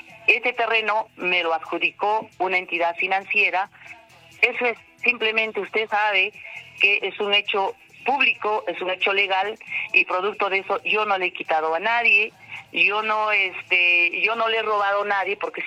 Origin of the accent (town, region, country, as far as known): Peru